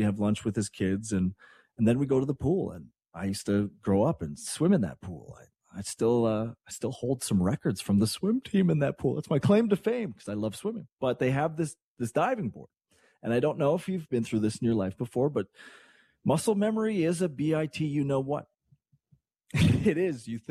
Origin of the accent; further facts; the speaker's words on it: Hudson, Quebec, Canada; Hudson, Quebec. I'm back to my hometown. Did a very nice intro yesterday talking about all the people that come from a small town. Again, this town's, when I grew up, was like just over 2,000 people.